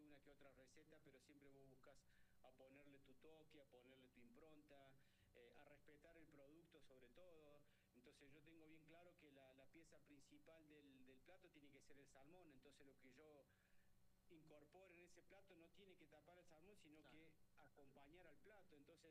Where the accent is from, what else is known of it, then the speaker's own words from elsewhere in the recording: Córdoba, Argentina; born there; moved away as an adult; yo en realidad vengo de Córdoba, ¿bien? Yo soy nacido en Córdoba, hace 17 años que estoy acá.